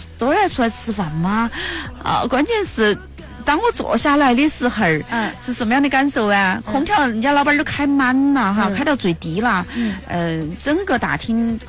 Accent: Chongqing, China; 那个只有我们重庆人才了解哈。

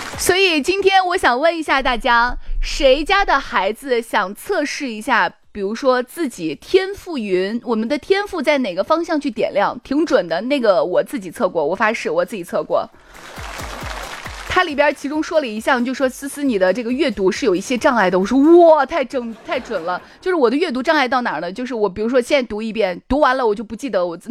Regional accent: Shaanxi, China; 反正对于我们陕西人来说

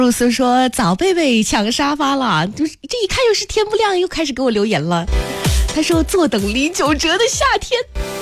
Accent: Guangdong, China; 我们广东人

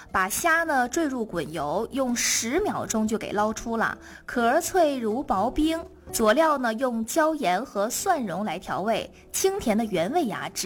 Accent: China

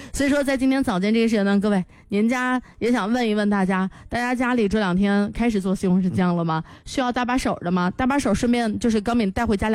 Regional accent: Shanxi, China; 就说到了我们山西人对于面食的一个研究

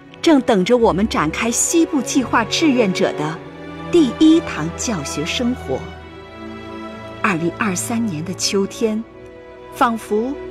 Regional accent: Shanxi, China; moved away as an adult; now in Artux, China; 在我22年的人生里，我从未离开山西老家这样远。

